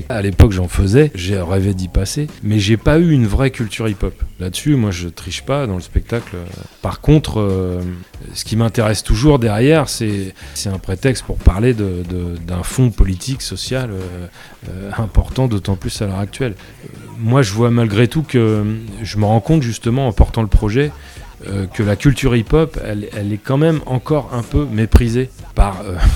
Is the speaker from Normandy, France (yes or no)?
yes; Rouen, Normandy, France; Je suis né, j'étais sur les Hauts-de-Rouen, dans les Verts et Aciers. Et après, je suis allé un peu à la campagne après Canteleu.